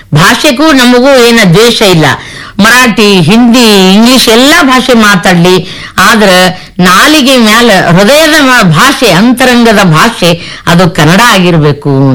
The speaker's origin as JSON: {"language": "Kannada", "town": "Sindagi", "region": "Karnataka", "country": "India", "said": "ನಮ್ಮ ಸಿಂದಗಿ, ನಮ್ಮ ವಿಜಯಪುರ ಜಿಲ್ಲೆ ಸಿಂದಗಿಯವ್ರು ನಾವು."}